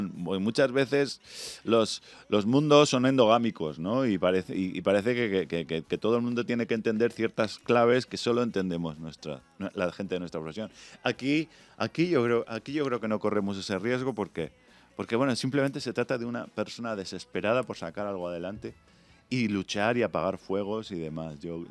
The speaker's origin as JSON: {"language": "Spanish", "town": "Ajofrín", "region": "Castilla-La Mancha", "country": "Spain", "tie": "born or raised there"}